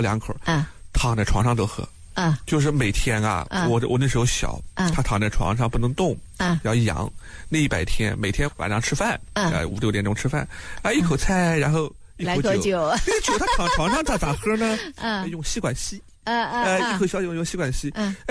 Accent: Nanjing, Jiangsu, China; accent: Nanjing dialect; 我们南京话

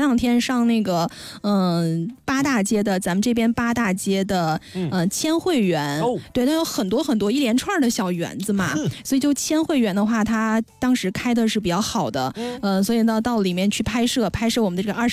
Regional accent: Henan, China; moved away; 我家乡河南

